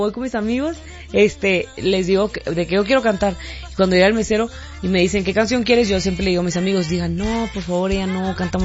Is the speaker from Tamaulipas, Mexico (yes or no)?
yes; Tampico, Tamaulipas, Mexico; yo soy de Tampico, Tamaulipas, pues yo sí crecí mucho escuchando el norteño.